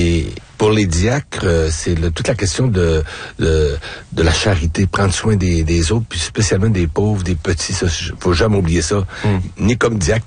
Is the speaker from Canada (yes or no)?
no; Saint-Thomas-Didier, France; J'étais ordonné dans mon village natal, Saint-Thomas-Didier.